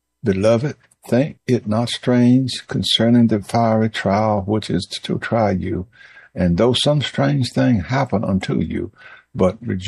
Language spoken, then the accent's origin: English; Cascade, Virginia, United States; we will join our pastor at the Holy Tabernacle Church in Cascade, Virginia, my hometown.